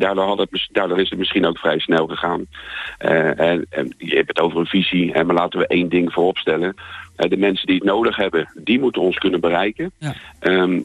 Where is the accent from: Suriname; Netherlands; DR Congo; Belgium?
Netherlands; The Hague, South Holland; born there; now in Alphen aan de Rijn, Netherlands; is 59 jaar, geboren in Den Haag. Naar het mooie Alphen aan de Rijn gekomen omdat ik de winkel gestart, omdat we de winkel gestart waren in de Ridderhof